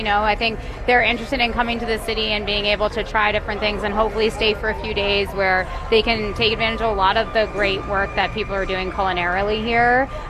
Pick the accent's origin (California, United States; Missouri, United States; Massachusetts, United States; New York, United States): Massachusetts, United States; Swampscott; I'm originally from Swampscott. We moved back in 2013